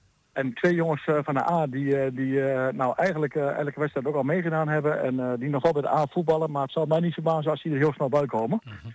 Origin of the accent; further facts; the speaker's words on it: Oene, Gelderland, Netherlands; moved away; Ik kom zelf oorspronkelijk uit Oenen.